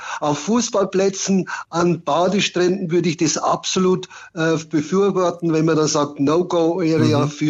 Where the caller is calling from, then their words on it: Regensburg, Bavaria, Germany; Ich bin ja aus Regensburg